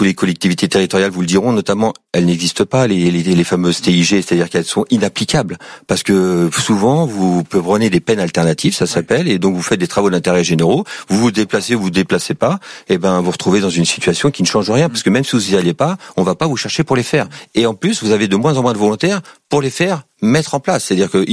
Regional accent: Île-de-France, France; Je fais partie des citoyens qui sont issus des quartiers sensibles. Je suis issu de Seine-Saint-Denis du 93. Mes parents y habitent toujours dans des cités HLM.

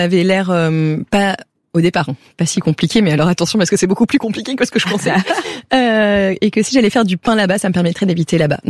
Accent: France; Et comme je suis une Française, je me suis dit que si jamais je ramenais le savoir-faire français et le pain là-bas, je pourrais vivre là-bas.

